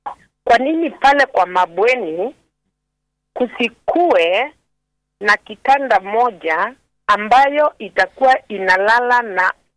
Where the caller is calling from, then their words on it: Kenya; Sisi ni wa Kenya.